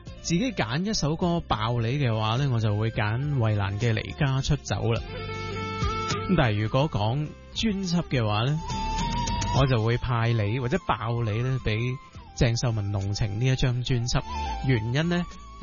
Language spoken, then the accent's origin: Cantonese; Hong Kong; 身为香港人啦